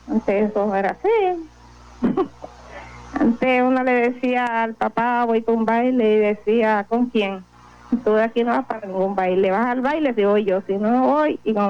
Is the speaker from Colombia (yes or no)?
no; San Germán, Puerto Rico; born there; Yo nací en el Bajío Coto, aquí en San Germán